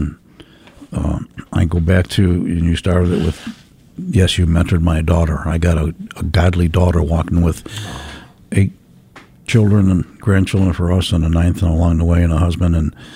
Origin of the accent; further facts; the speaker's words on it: Buffalo, New York, United States; And I have my name tag on New York. I'm from Buffalo, New York.